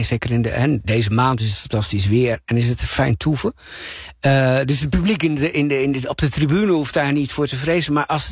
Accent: Drenthe, Netherlands; Ik kom uit Drenthe.

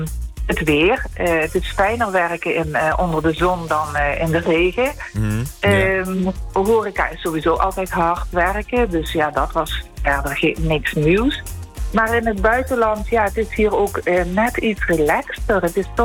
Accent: Netherlands; now in Paros, Greece; Nederland is natuurlijk nog altijd mijn, ook mijn thuisland. Mijn tweede, hoe je het noemen wilt. Ik probeer van allebei de landen het beste mee te pikken.

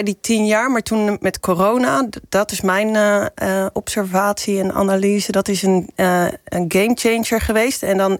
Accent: Delft, South Holland, Netherlands; ik kom uit Delft.

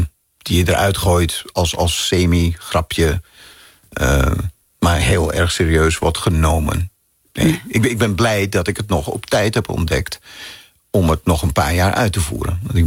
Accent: Amsterdam, North Holland, Netherlands; Klopt, ik ben in de stad opgegroeid. Oh, ja. Geboren en getogen in Amsterdam. Op de Nieuwendijk.

